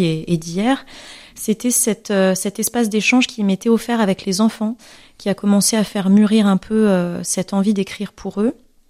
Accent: Madagascar; born there; also born or lived in Alsace; je suis née à Madagascar, mais j'ai beaucoup voyagé ensuite entre l'Alsace et l'océan Indien.

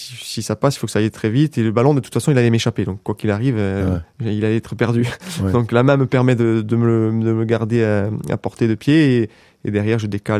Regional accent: Corsica, France; peu importe où on va chez nous, on est Corse.

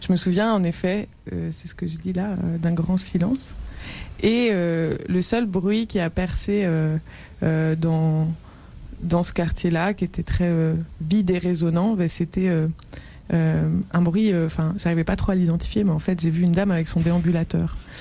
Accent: Paris, Île-de-France, France; Parce que moi, je ne viens pas de Bruxelles, je viens de Paris.

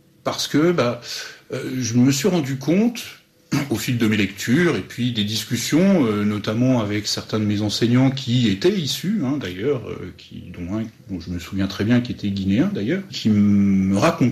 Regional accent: Dijon, Bourgogne-Franche-Comté, France; Je suis bourguignon, je suis né à Dijon, j'ai fait toutes mes études à Dijon

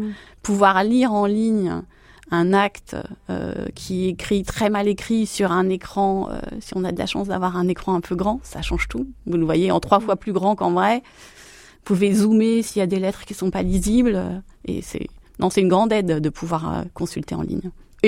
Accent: Pays de la Loire, France; c'était en Mayenne, hein, je suis originaire de la Mayenne, et les archives, c'était à Laval même

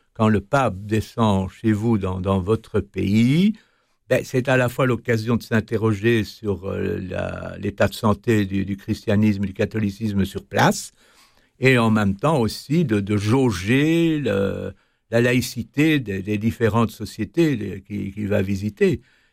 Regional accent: Belgium; chez nous en Belgique

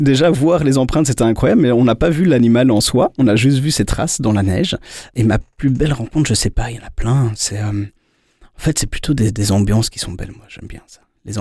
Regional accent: Belgium; Je suis beaucoup par chez nous, en Belgique.

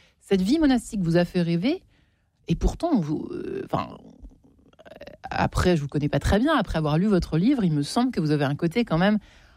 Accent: Versailles, Île-de-France, France; Je suis la caricature parfaite du Versaillais. Je suis né, j'ai été baptisé à Versailles dans une famille catholique pratiquante.

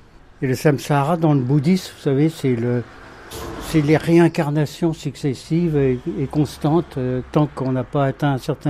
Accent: Paris, Île-de-France, France; now in Saint-Céneri-le-Gérei, France; Ah non, je suis un Parisien d'origine.

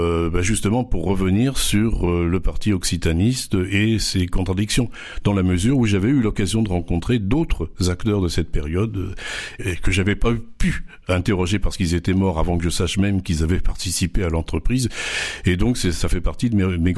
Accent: Provence-Alpes-Côte d'Azur, France; Moi, je suis des Alpes du Sud, hein, donc c'est assez loin de l'Hérault, où c'est toujours la même langue.

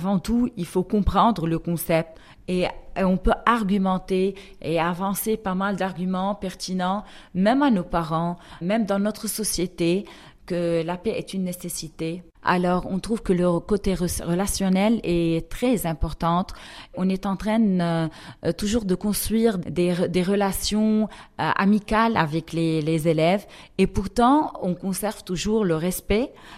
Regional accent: Lebanon; Et je crois la France était, restera et elle est toujours notre mère en tant que Libanais.

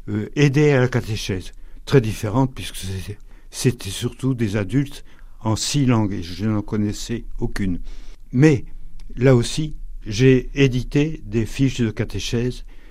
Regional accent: Hauts-de-France, France; born there; now in Poitou, France; Je suis du Nord. Je suis né près de Dunkerque, mais adopté par le diocèse et par mes différentes fonctions, je suis vraiment enraciné en Poitou.

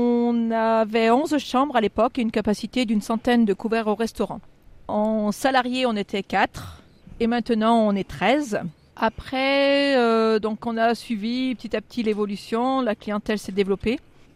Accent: Noirétable, Auvergne-Rhône-Alpes, France; now in Tence, France; Non, on est du Forêt tous les deux, donc moi de Noirétable et mon mari de Sauvin.

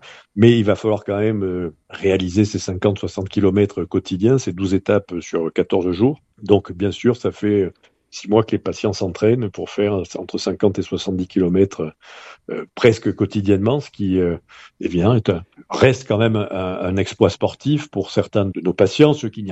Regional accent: Marseille, Provence-Alpes-Côte d'Azur, France; born or raised there; now in Perpignan, France

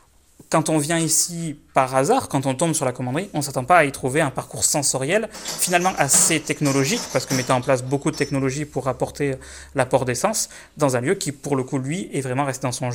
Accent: Dax, Nouvelle-Aquitaine, France; born there; moved away as an adult; now in Pau, France; Alors moi à l'origine je suis des Landes, je suis né à Dax. En revanche, ça fait maintenant 6 ans que je vis à Pau.

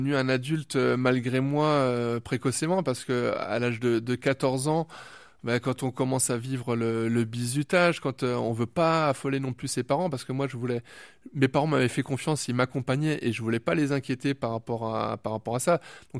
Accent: Grand Est, France; moved away as an adult; now in Morbihan, France; moi je suis originaire des Ardennes. Ça fait seulement 3 ans et demi que je suis dans le Morbihan.

